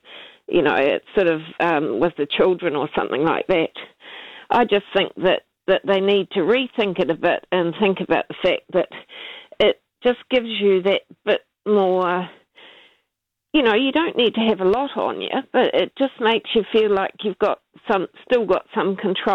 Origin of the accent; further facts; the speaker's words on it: Scotland, United Kingdom; because of me being Scottish, they've given me jokes